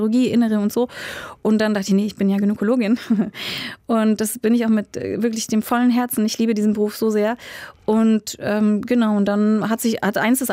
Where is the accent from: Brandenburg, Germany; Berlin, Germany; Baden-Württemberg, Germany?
Berlin, Germany; born there; also born or lived in Leipzig; Und dann bin ich mit meiner Mutter in West-Berlin aufgewachsen, was sehr interessant war. Das alte West-Berlin, ne, mit der Mauer noch drumherum, spezieller Ort.